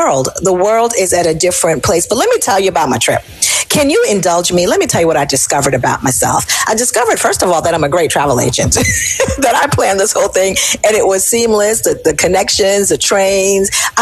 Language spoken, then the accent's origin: English; Jamaica; So I was like, I'm a Jamaican citizen. Like, I'm an American citizen, dual citizenship. But I said, I'm from Jamaica, after that response.